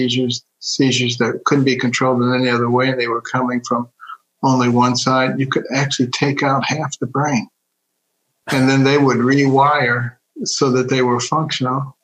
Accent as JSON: {"language": "English", "town": "Detroit", "region": "Michigan", "country": "United States", "tie": "born there", "also_born_or_lived": "Boston, Massachusetts / New Haven, Connecticut / Ann Arbor, Michigan / Baltimore, Maryland", "moved": "yes"}